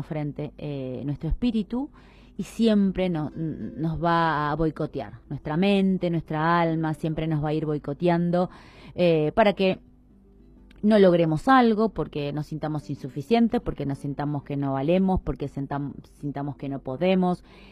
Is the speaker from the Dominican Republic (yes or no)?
no; Argentina; Y nuestro país, porque somos argentinos